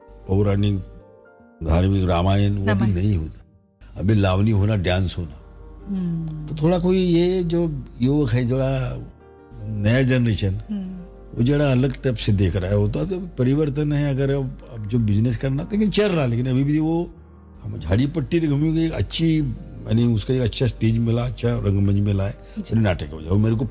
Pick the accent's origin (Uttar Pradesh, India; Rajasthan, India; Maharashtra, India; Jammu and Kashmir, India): Maharashtra, India; Chandrapur district; born there; नोरगांव में हुई, चंद्रपुर जिले में